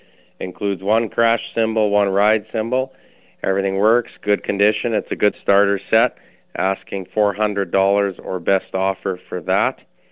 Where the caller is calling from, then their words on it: Portage la Prairie, Manitoba, Canada; Porter's the Prairie.